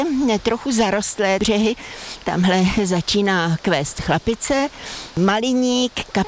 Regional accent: Hradec Králové Region, Czechia; Vzpomínám na moje dětství u Metuje, když se naháněla takzvaně voda do luk, tak jsme plynuli po lukách v těch náhonech až ke splavu.

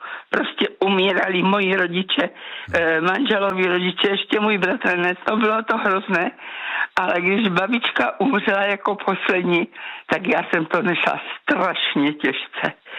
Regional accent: Moravia, Czechia; jelikož my jsme byli z Moravy

